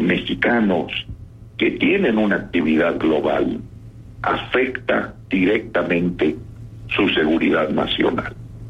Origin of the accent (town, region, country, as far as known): Mexico